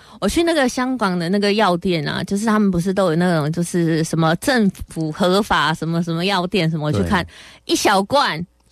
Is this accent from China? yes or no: no; Taiwan; 其实呢不是只有我们台湾人在吃